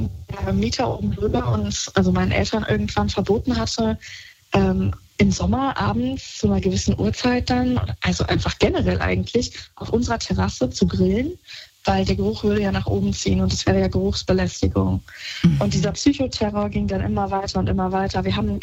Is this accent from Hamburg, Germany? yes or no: no; Hesse, Germany; Ich komme ursprünglich aus dem Taunus und da haben wir in einem Zweifamilienhaus gelebt. Mein Kindheitshaus quasi. Also ich bin da aufgewachsen.